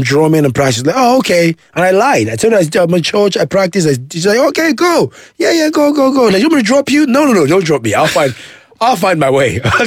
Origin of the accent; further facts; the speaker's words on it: Nigeria; I'm Nigerian.